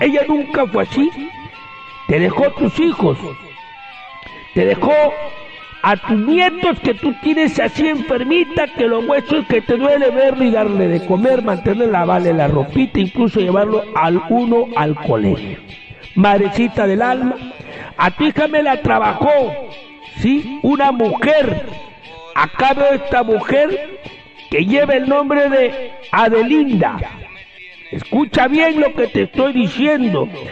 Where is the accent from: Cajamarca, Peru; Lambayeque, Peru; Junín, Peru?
Lambayeque, Peru; Cañaris; Le escucho por radio Unión Andina. Yo soy de Cañaris.